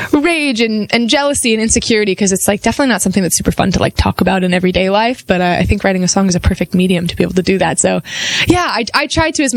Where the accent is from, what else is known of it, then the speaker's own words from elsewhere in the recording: California, United States; Yeah, my parents love music.